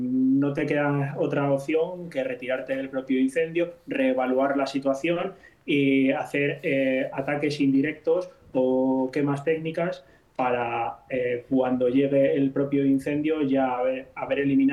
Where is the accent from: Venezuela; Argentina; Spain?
Spain; Ávila, Castile and León; soy de Ávila.